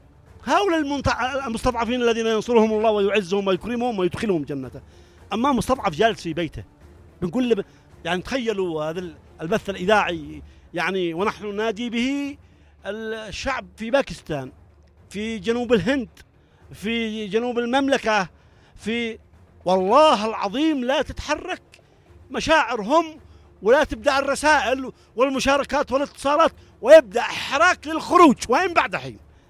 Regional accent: Yemen; احنا يمنيين

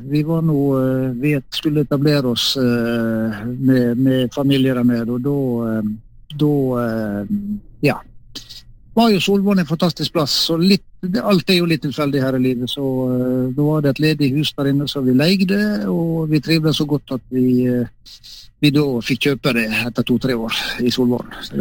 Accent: Ålesund, Møre og Romsdal, Norway; moved away as an adult; also born or lived in Sogndal; født og oppvokst oppe i Ålesund, helt i strandkanten på en fjord som heter Borgundfjorden

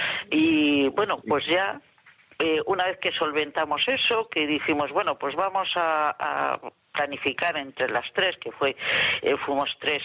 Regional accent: Vigo, Galicia, Spain; yo soy de Vigo, cogemos el tren y luego un autobús hasta que llegamos, pues como digo, a Samos.

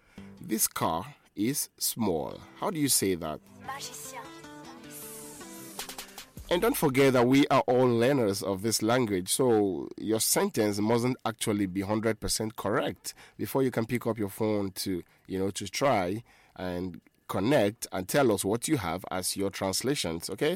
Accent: Nigeria; Number one, I am a Nigerian. Number two, I am a student.

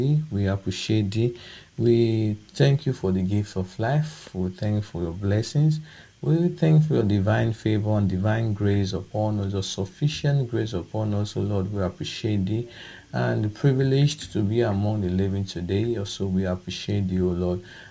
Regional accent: Okada, Edo, Nigeria; from Okada Town, Edo State, Nigeria, and it's a pleasure to be here once again

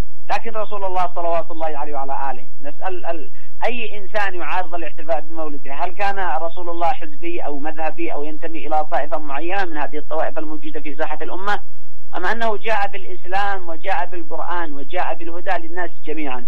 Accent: Yemen; نحن كشعب يمني

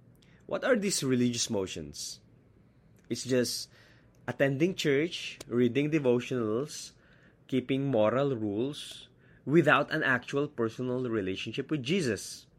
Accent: Baguio, Cordillera Administrative Region, Philippines; my hometown in Baguio City.

